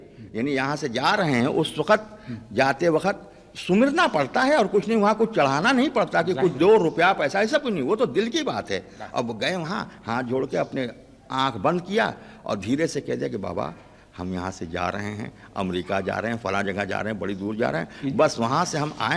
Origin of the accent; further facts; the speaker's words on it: Varanasi, Uttar Pradesh, India; जैसे हमारी बोली है। अब हम हमारे बनारस के बोले कहा भैया, कहाँ से आवत हुआ, कहाँ जात हुआ